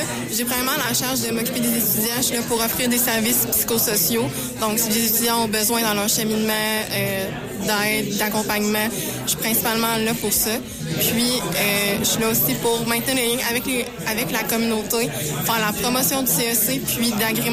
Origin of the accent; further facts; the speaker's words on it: La Tuque, Quebec, Canada; Moi, je viens de la TUC, j'ai fait mon cégep à la TUC